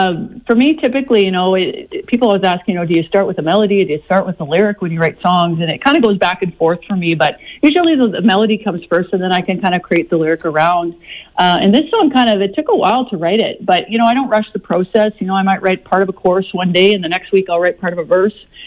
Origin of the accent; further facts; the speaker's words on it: Saskatchewan, Canada; I was a country girl, part of prairie girl. I grew up actually in the southwest corner of Saskatchewan near a town called Lancer.